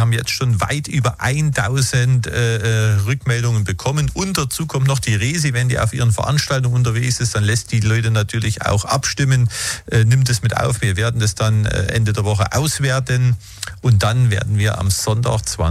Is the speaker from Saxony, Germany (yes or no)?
yes; Saxony, Germany; hier sieht man eine Vielfalt von unserem Dialekt, den wir im Vogtland haben.